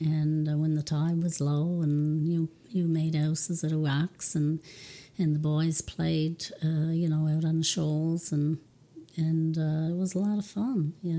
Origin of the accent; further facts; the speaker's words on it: Cow Head, Newfoundland and Labrador, Canada; I'm originally from Nettie's Arbor in North Point, but I've lived in Cowhead since I was 4 years old, and I was born in 1959.